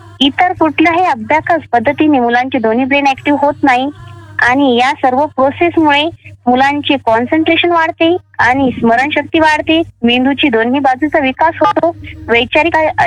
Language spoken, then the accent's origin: Marathi; Pardi Asra, Maharashtra, India; moved away as an adult; now in Sukli, Washim, India; जिल्हा वाशिम आहे। वाशिम वरून 20 किलोमीटर अंतर माझं गाव आहे। तसेच माझे माहेर पारडी आसरा आहे। माझं शिक्षण BA फायनल झाले आहे।